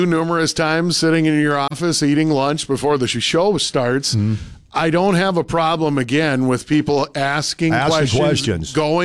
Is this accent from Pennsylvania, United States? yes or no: no; Ellendale, North Dakota, United States; this is because it's my hometown, mm-hmm. Ellendale.